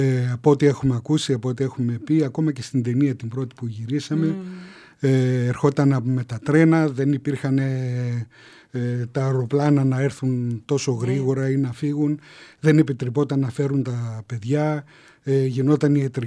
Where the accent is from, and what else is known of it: Naousa, Central Macedonia, Greece